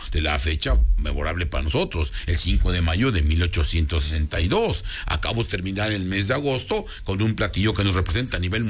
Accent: Mexico; uno como mexicano

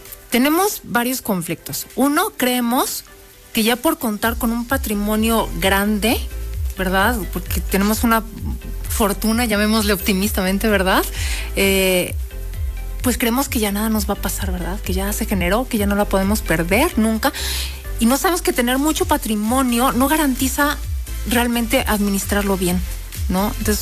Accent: Puebla, Mexico; soy muy poblana, me encanta, orgullosa

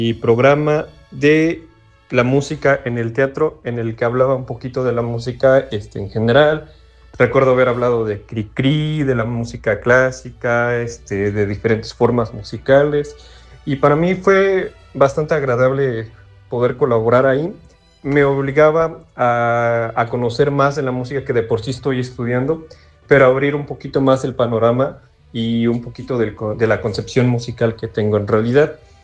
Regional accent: Teziutlán, Puebla, Mexico; soy originario de Texitlán, Puebla

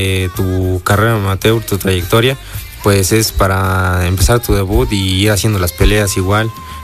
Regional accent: Puebla, Mexico

